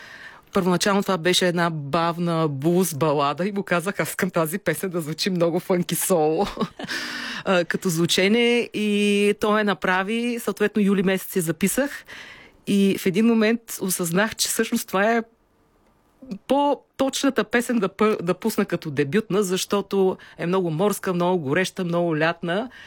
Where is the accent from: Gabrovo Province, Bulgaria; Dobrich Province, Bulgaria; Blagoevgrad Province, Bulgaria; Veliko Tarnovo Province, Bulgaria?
Dobrich Province, Bulgaria; Shabla; аз съм родом от Шабло, аз съм израснала на морето, то е изцяло в мен.